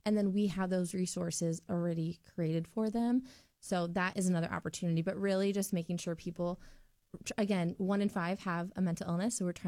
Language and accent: English; West Des Moines, Iowa, United States; I was born and raised in West Des Moines.